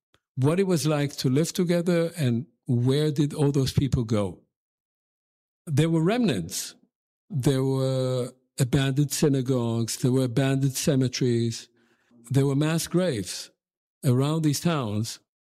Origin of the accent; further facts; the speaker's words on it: Tel Aviv, Tel Aviv District, Israel; I grew up first in North Tel Aviv and then in Ramat Aviv, where now the University of Tel Aviv is.